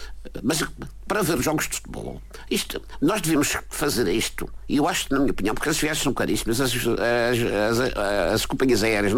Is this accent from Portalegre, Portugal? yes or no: no; Madeira, Portugal; eu sou madeirense